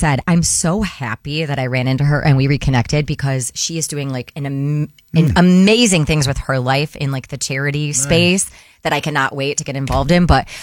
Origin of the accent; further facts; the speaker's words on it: Grosse Ile, Michigan, United States; I grew up in Gros Ciel, which is downriver.